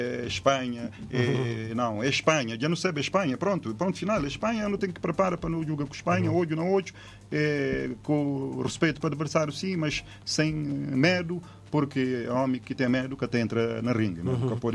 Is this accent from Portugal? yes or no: no; Cape Verde; nós tudo como cabo-verdiano nós estamos ali com o bem regalido